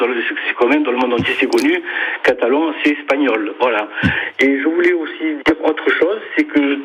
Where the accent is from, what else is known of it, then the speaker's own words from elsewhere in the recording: Algeria; accent: pied-noir; now in Canet-en-Roussillon, France; vous avez dû m'entendre à mon accent. Je suis bien noir et je le resterai jusqu'à la fin de mes jours. Mais ça fait 64 ans que je suis ici